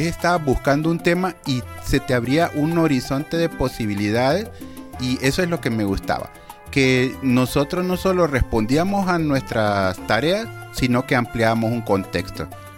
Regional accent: Honduras; la obra la sentimos como hondureña, como propia

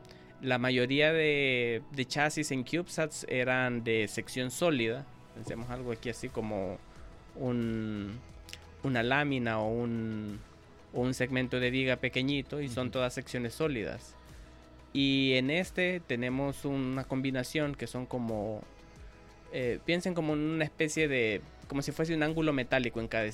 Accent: Honduras; desde mi perspectiva como docente y como hondureño

